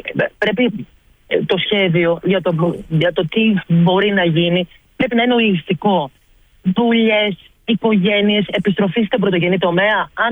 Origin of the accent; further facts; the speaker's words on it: Piraeus, Attica, Greece; born there; also born or lived in Feres, Evros; γεννήθηκα στον Πειραιά.